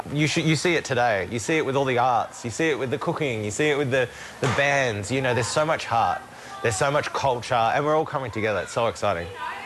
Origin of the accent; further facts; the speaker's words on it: Carnarvon, Western Australia, Australia; So I grew up in Carnarvon. I went to school here, loved it. Absolutely beautiful place to grow up in.